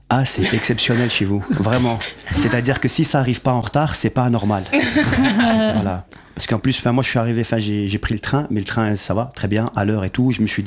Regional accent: Belgium; Mais moi je suis venu pour rétablir l'honneur de mon pays, voilà, puisque je viens de Belgique.

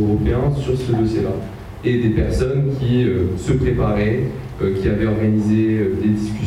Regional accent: France; Moi, en tant que Français

